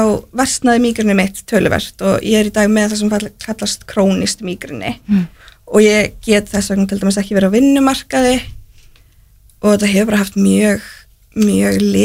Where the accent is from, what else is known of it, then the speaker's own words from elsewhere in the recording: Njarðvík, Southern Peninsula, Iceland; Þegar ég var yngri og bjó, ég sett fættu upp í Njarvík og ég bjó þar